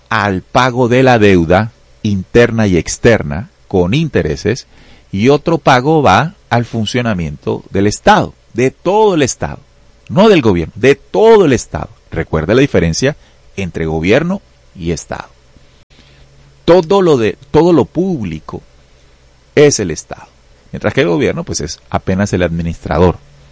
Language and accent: Spanish; Colombia; hay unas cifras que tenemos que entender como colombianos